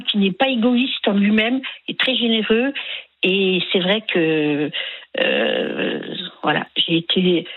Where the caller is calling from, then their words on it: Chaumont, Grand Est, France; dans ma ville, à Chaumont. Voilà, je suis à Chaumont, dans la Haute-Marne, 52.